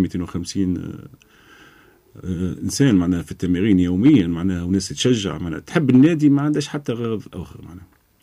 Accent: Gafsa, Gafsa Governorate, Tunisia; الحمد لله كانت ناس فرحانة أن أنا من قفصة فما لاعبين قاعدين يصعدوا للصنف الأكابر

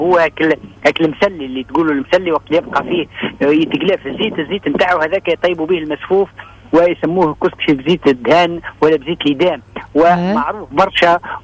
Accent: Djerba, Medenine, Tunisia

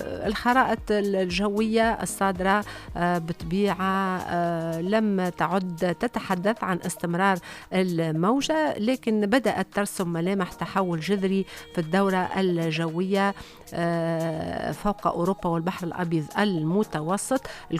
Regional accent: Tunisia; بلادنا تونس

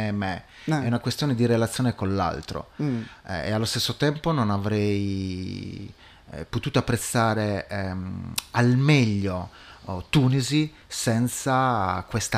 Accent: Orani, Sardinia, Italy; moved away as an adult; Ma io sono nato e cresciuto a Orani, che è un piccolo paese in provincia di Nuoro. A un certo punto ho sentito l'esigenza di lasciare l'isola a 20 anni

